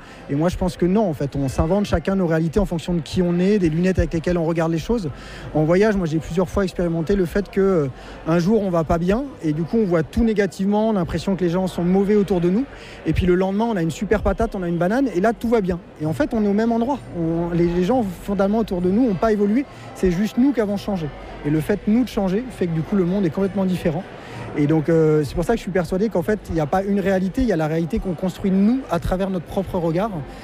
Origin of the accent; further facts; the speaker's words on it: Auvergne-Rhône-Alpes, France; on est très ancré nous chez nous en Savoie, puisque du coup moi je suis passionné de montagne, ma femme est agricultrice là-bas.